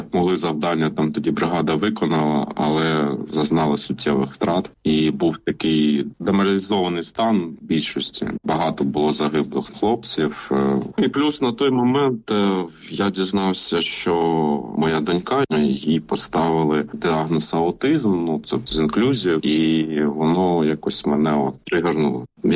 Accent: Donetsk Oblast, Ukraine; ми взагалі з Бахмутського району родом. І я от розумію, що тут от земля, от ну, моїх там бабусі, дідуся

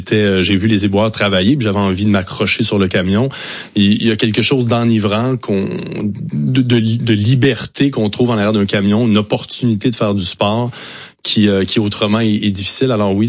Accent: Quebec, Canada; mais sur le terrain éboueur, chez nous au Québec, ça réfère au français.

